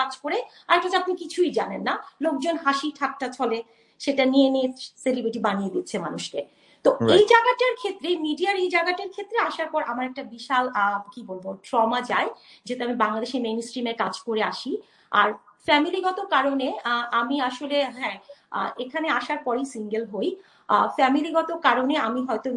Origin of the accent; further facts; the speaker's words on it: Bangladesh; এক হচ্ছে যে আমরা বাংলাদেশি, হ্যাঁ, so we came from like Yoon